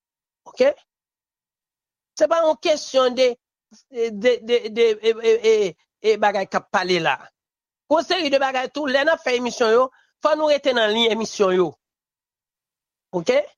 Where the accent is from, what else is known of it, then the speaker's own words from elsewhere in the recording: Haiti; Parce que moi-même, moi, je sens me frustré en tant que haïtien.